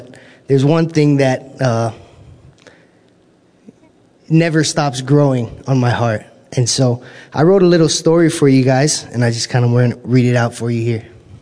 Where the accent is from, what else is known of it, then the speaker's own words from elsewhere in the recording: Paauilo, Hawaii, United States; moved away as an adult; also born or lived in Los Angeles; I am from the Hamakua side of the Big Island, Pa'owilo. I'm born and raised out there on that side of the island. I grew up on a cattle ranch.